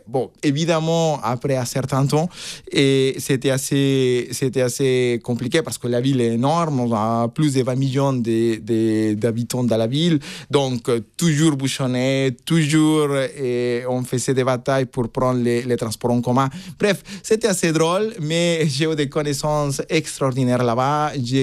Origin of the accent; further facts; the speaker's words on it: Tuxtla Gutiérrez, Chiapas, Mexico; moved away as an adult; now in France; C'est passé où j'ai habité, où je suis né, au Tuxtla Gutiérrez, avec mes parents